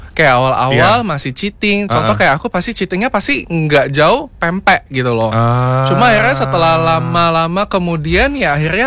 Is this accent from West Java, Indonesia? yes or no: no; Palembang, South Sumatra, Indonesia; aku sejujurnya aku orang Palembang nih.